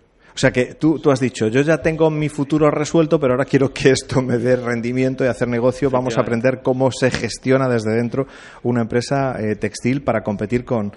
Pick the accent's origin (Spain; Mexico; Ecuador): Spain; Ferrol, Galicia; los de Ferrol somos muy cuadriculados